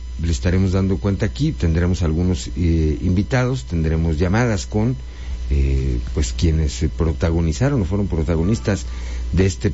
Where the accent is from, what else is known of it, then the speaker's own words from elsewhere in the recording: Coahuila, Mexico; los coahuilenses habremos de elegir a el nuevo Congreso del Estado